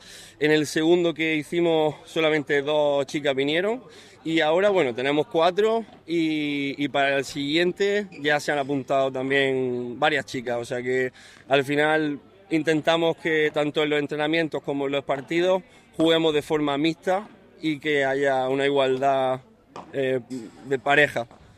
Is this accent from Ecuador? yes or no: no; Motril, Andalusia, Spain; en todo ello voy diciendo el nombre de Motril estoy muy orgulloso de donde soy